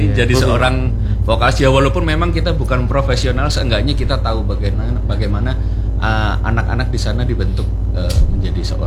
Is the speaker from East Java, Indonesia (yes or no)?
yes; East Java, Indonesia; Saya aslinya Jawa Timur.